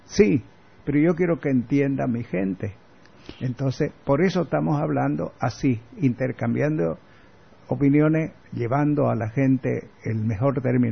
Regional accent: Santa Cruz, Bolivia; soy camba por último.

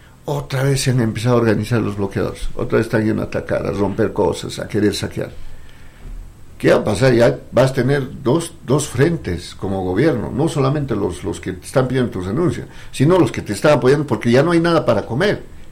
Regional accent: Bolivia; los que lo vamos a pagar somos los bolivianos.

